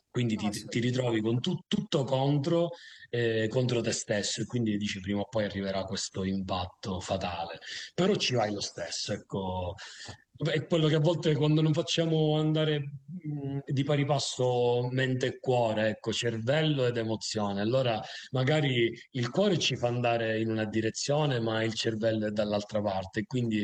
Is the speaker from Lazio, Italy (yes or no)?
no; Priolo, Sicily, Italy; io sono in un paesino, nel mio paesino che si chiama Priolo ed è in provincia di Siracusa, quindi sul versante ionico della Sicilia sud-orientale